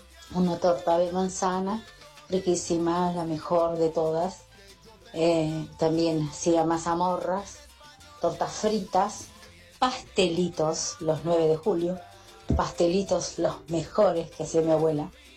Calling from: San Justo, Buenos Aires Province, Argentina; de San Justo

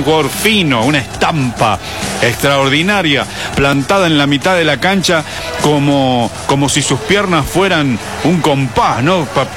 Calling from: Córdoba, Argentina; Buenas tardes … de Córdoba.

